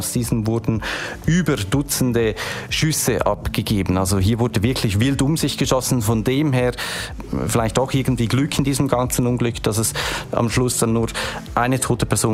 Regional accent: Aarau, Aargau, Switzerland; Ich bin hier in Aarau aufgewachsen.

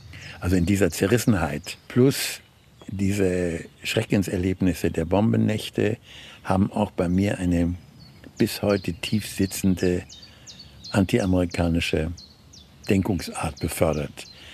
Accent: Bremen, Germany; dass ich bin in der Kirchbachstraße aufgewachsen und anschließend ist das Stadtviertel Haßstedt.

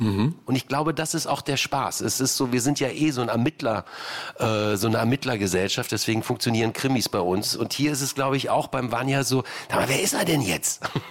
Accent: Düsseldorf, North Rhine-Westphalia, Germany; now in Berlin, Germany; Ich bin Düsseldorfer, ja. Mhm. Ich bin Wahlberliner, ja, seit 90.

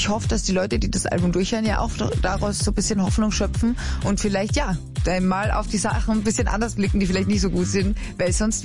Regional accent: Austria; als Österreicherin

